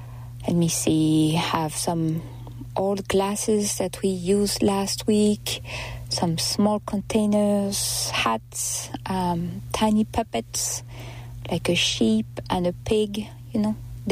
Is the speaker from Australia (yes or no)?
no; France; accent: French; now in North Carolina, United States; you can tell with my accent that I have a pretty big connection with France.